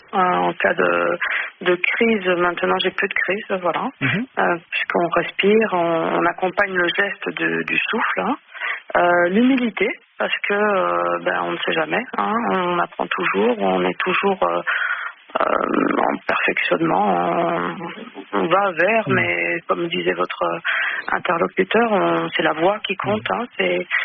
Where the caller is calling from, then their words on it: Southern France, France; j'ai la chance d'habiter le sud de la France